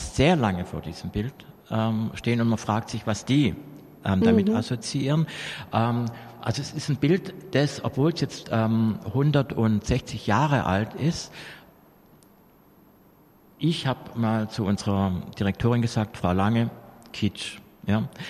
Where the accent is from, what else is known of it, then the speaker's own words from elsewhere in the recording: Schorndorf, Baden-Württemberg, Germany; meine ist zum Beispiel hier in Schorndorf groß geworden, also geboren, aber von Flüchtlingseltern. Und hätte es diesen Zweiten Weltkrieg nicht gegeben, dann wäre ich in einem Bauernhof groß geworden in Westpreußen.